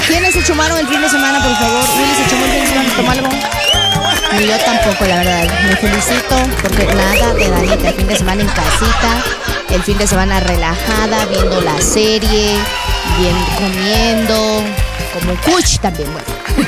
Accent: Cuenca, Azuay, Ecuador; Ya sabe que somos de Cuenca, Ecuador.

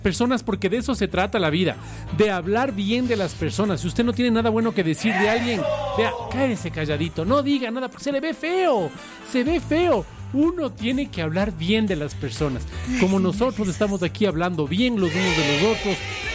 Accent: Quito, Pichincha, Ecuador; Y soy los quiteños.

